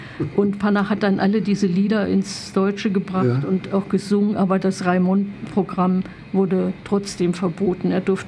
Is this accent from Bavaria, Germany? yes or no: no; Thuringia, Germany; Also auch wenn ich in mein Heimatdorf fahre und dann die Gespräche anhöre in Thüringen